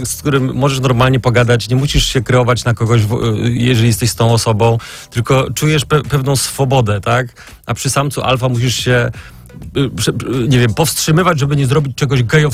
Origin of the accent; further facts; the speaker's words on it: Wałbrzych, Lower Silesian Voivodeship, Poland; now in Warsaw, Poland; bo jestem z Wałbrzycha w ogóle, z mniejszego miasta.